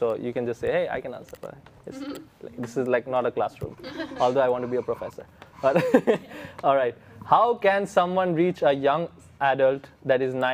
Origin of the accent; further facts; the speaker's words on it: India; I'm Indian